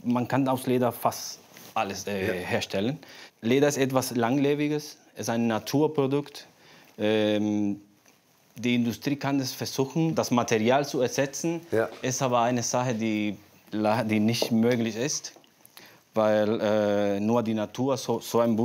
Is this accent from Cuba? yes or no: yes; Cuba; moved away as an adult; now in Offenbach, Germany; Ich bin von Kuba direkt nach Frankfurt gekommen